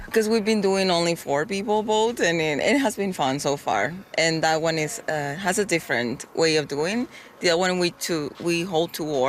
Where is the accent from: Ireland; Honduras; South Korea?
Honduras; now in Sudbury, California, United States; I am from Honduras, that's okay. In Central America, and yes, I came here to Sudbury somehow, and I really like it here so far.